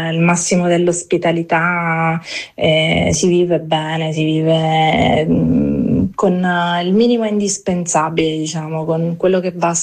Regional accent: Abruzzo, Italy; moved away as an adult; Io quando ero più piccola cercavo di scappare dalla mia terra, ma poi diciamo ho vissuto in altre città d'Italia, ho vissuto all'estero e quando sono ritornata odiavo di essere ritornata, ma poi grazie alla mia compagna sono rimasta e ho imparato ad amarlo, l'Abruzzo.

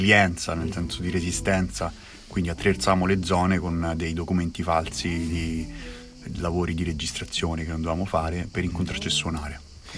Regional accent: Rome, Lazio, Italy; Io sono di Roma, quindi i primi due colori che mi vengono in mente è giallo e rosso.

